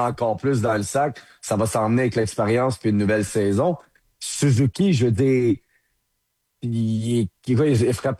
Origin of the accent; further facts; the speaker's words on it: Quebec, Canada; il y a quelque chose de spécial que les gens veulent s'accrocher en tant que Québécois parce qu'ils sentent qu'ils font partie de la famille. On n'est pas beaucoup au Québec.